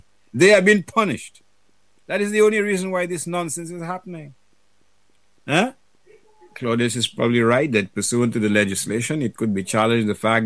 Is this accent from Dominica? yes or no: yes; Portsmouth, Saint John Parish, Dominica; I grew up in Portsmouth. I spent time in Vekas.